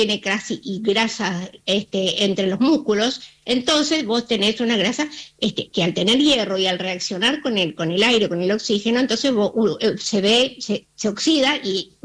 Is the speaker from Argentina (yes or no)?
yes; Argentina; nuestra condición de argentinos y tan carnívoros que somos los argentinos